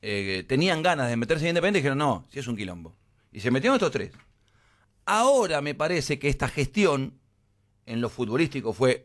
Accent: Avellaneda, Buenos Aires Province, Argentina; born there; also born or lived in Lanús; yo que soy una persona del barrio, que viví en Lanús y Avellaneda, fui al colegio en Avellaneda

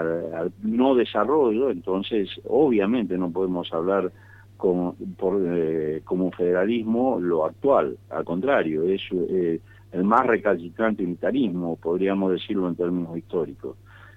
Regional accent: Santa Fe, Argentina; que tenemos que hacer como santafesinos y como argentinos

